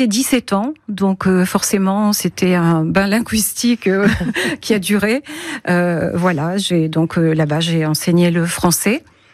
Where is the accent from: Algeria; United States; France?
France; accent: French; mais en Allemagne, moi, j'avais quelques complexes parce que justement, j'entendais mon accent français